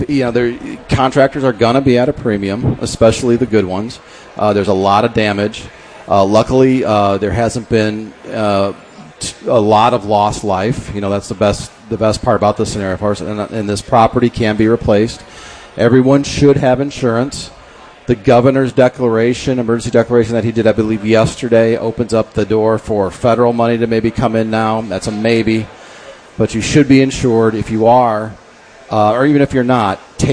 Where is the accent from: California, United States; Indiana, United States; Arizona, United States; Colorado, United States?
Indiana, United States; Yeah, I'm from Lake County.